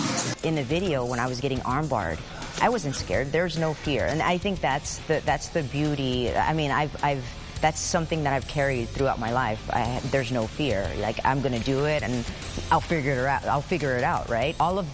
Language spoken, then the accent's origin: English; Houston, Texas, United States; I grew up here in Houston, Texas. I was the only girl. Grew up the youngest of two older brothers